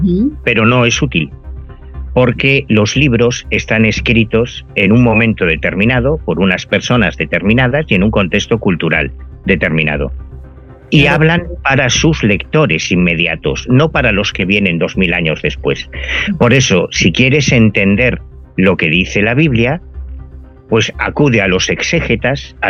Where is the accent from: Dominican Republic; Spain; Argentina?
Spain; o yo soy español y podemos leer en castellano